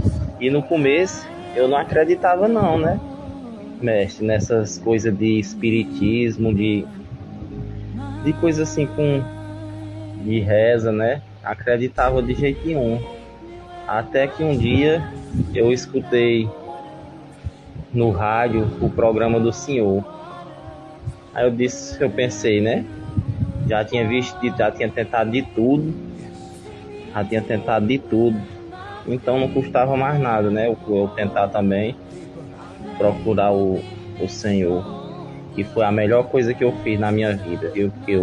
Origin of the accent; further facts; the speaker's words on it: Balsas, Maranhão, Brazil; Eu sou aqui de Balsa mesmo, senhor. O senhor já sabe, né? Eu já fiz a fichinha com o senhor. Sou aqui de Balsas.